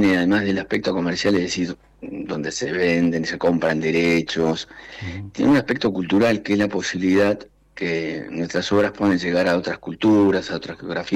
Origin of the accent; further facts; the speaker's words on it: Patagonia, Argentina; como buen patagónico tenemos lazos afectivos, históricos y familiares